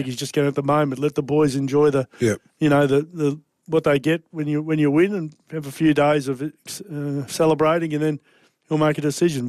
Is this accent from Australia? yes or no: yes; Queensland, Australia; I'm a Queenslander